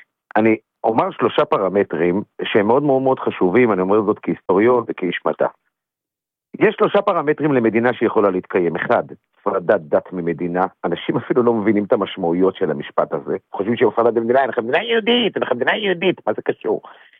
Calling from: Central Israel, Israel; אני מהמרכז

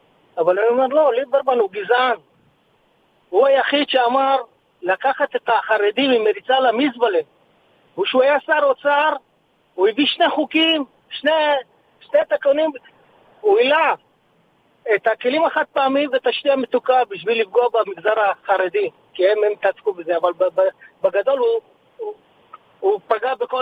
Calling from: Shlomi, Northern District, Israel; אני משלומי

